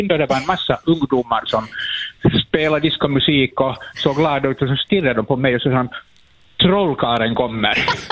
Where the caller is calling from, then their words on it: Porvoo, Uusimaa, Finland; Det var därför jag kom inköras från Borgå till stan